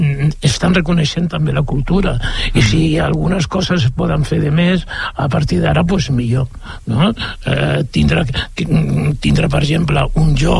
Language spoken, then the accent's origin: Catalan; Barcelona, Catalonia, Spain; born there; jo soc nascut a Barcelona i també era de barri del tros aquell, i jo em sento sobretot primer de Cans Blancs i Casablanca.